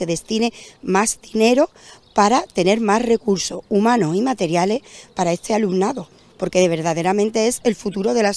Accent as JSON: {"language": "Spanish", "country": "Spain", "said": "todos somos españoles y nos ampara la misma Constitución y los mismos derechos fundamentales."}